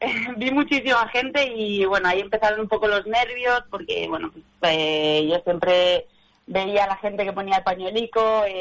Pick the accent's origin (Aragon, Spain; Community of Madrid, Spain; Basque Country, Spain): Aragon, Spain; Teruel; moved away; also born or lived in United States; siempre presumo de ser de donde soy, presumo de la ciudad de Teruel. Presumo de mi pueblo